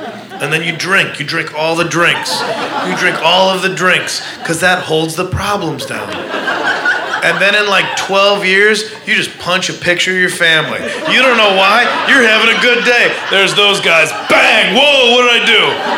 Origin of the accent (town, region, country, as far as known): Midwest, United States